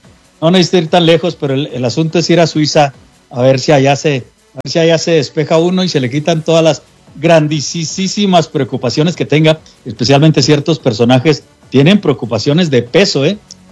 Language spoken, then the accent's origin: Spanish; Mexico; vas a seguir pareciendo como lo que somos, mexicanos